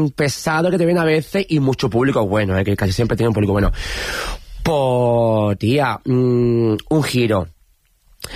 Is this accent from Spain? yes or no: yes; Andalusia, Spain; En mi tierra, en Jerez, en Cádiz, en San Fernando.